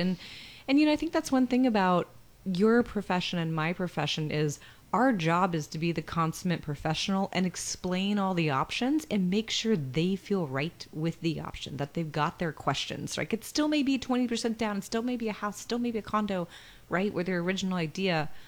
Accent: New Orleans, Louisiana, United States; also born or lived in Portland, Oregon; because I'm from New Orleans originally. So I was born in New Orleans.

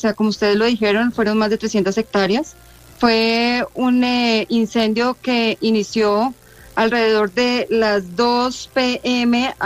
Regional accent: Villa de Leyva, Boyacá, Colombia; Yo soy de acá de Villa de Leyva, he visto muchos incendios en mi vida

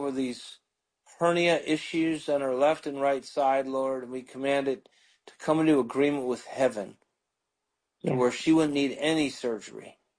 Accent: Chicago, Illinois, United States; now in Seattle, United States; I'm from Chicago, too

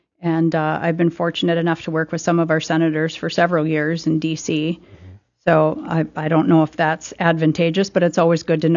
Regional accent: Wahpeton, North Dakota, United States; Well, I'm originally from Wahpeton. I came here straight out of college and did more college

